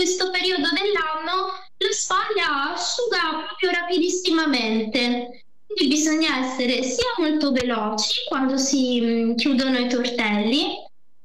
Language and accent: Italian; Marche, Italy; now in Milan, Italy; io sono marchigiana di origine anche se vivo da tanti anni a Milano